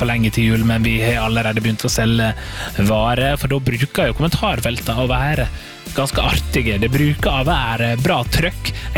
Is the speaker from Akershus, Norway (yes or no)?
no; Møre og Romsdal, Norway; Og jeg tok opp dette her fordi Joker Gursken, altså i nabobygda der jeg kommer fra, er det litt av, der er bygd som heter Gursken